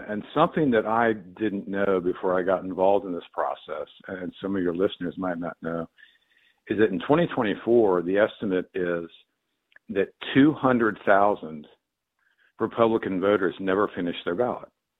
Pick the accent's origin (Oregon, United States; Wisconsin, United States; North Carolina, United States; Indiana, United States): North Carolina, United States; Raleigh; also born or lived in Asheville, North Carolina; that's why I grew up in this area. So I grew up basically between what is now in North Raleigh and Wake Forest. Went to Wake County Public Schools.